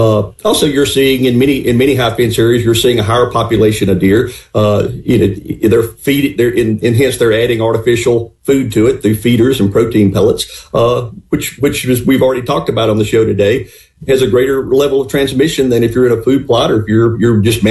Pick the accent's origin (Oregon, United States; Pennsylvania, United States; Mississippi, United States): Mississippi, United States; Greenville; Look, I was born and raised in Greenville and loved to fish on Ferguson and Washington and Whiskey Chute in Arkansas.